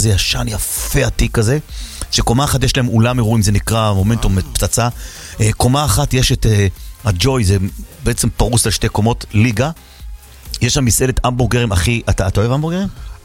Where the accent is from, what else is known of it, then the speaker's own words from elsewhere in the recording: Jerusalem, Jerusalem District, Israel; אני ירושלמי